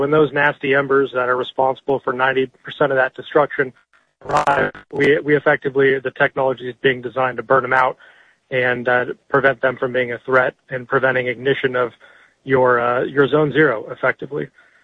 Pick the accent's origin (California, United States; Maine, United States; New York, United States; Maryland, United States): California, United States; Altadena; Early on, I witnessed the LA fires in my hometown of Altadena, and in looked at that devastation.